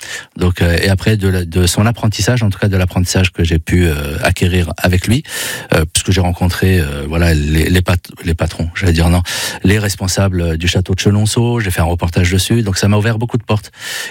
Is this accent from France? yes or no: yes; Île-de-France, France; now in Alès, France; dans le 93, là où j'ai grandi.